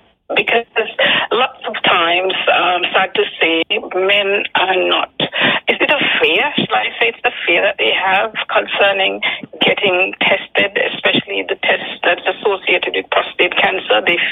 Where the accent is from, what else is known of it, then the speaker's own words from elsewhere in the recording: Montserrat; moved away as an adult; now in United Kingdom; my fellow Montserratians